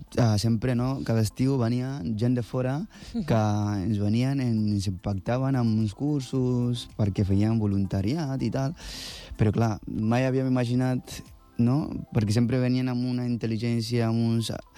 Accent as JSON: {"language": "Catalan", "town": "Kumasi", "region": "Ashanti", "country": "Ghana", "tie": "born or raised there", "second_language": "Catalan", "moved": "yes", "said": "Sí, jo soc d'un poble de Ghana que es diu Kumasi, i dintre d'aquest poble, doncs, el nostre dia a dia era, doncs, aixecar-se al matí, entre setmana, vas a l'escola..."}